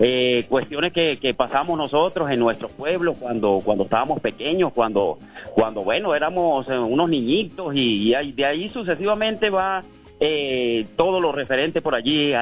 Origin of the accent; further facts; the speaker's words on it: Santa Apolonia, Mérida, Venezuela; del municipio Tulo Febres Cordero, del estado de Mérida, en mi pueblo Santa Polonia.